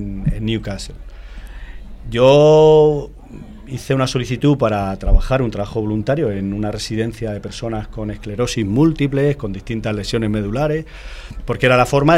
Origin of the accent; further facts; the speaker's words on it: Spain; Yo soy español.